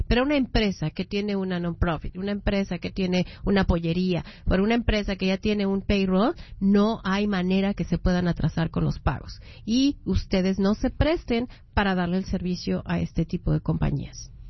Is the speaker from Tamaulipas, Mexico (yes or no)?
no; Mexico City, Mexico; moved away; Yo soy de la Ciudad de México y como vengo de Chilanga